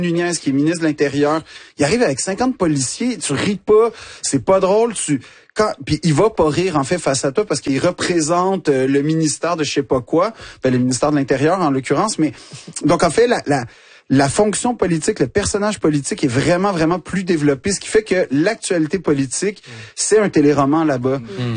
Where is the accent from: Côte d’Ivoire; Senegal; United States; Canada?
Canada; Quebec; J'essaie de si ils me regardent de haut du fait que je suis québécois